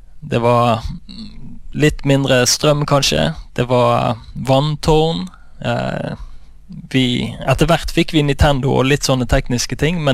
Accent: Oslo, Norway; born there; also born or lived in Indonesia / Singapore; Det jeg ble født I Oslo, og så valgte foreldrene mine å bli misjonærer, så de reiste ut til Indonesia. Og da hadde jeg første delen av barndommen min I Indonesia og Singapore da.

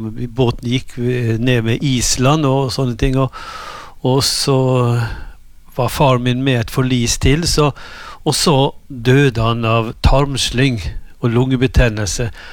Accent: Ålesund, Møre og Romsdal, Norway; Mitt liv, det startet på en øy utenfor Ålesund som heter Store Kalvøya. Der ble jeg født. Jeg ble født på Ålesund sykehus, men jeg håper jeg ble født i full storm utenfor Ålesund.

